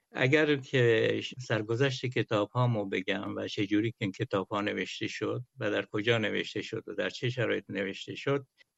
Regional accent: Iran; من توی ده دولت آباد به دنیا اومدم، مانند هر کودک روستایی که رعیت زاده بودم

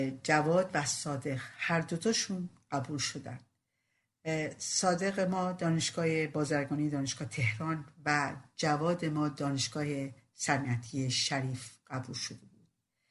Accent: Rasht, Gilan, Iran; من گفتم از رشت اومدم، یا همه صورت ها برگشت. به محضی که من شروع کردم به حرف زدن، همه شروع کردن به خندیدن به خاطر لهجه‌ای که من داشتم

